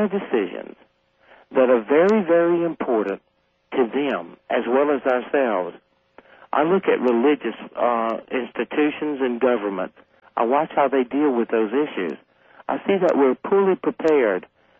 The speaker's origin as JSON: {"language": "English", "region": "Deep South", "country": "United States", "tie": "born or raised there", "said": "growing up in the Deep South."}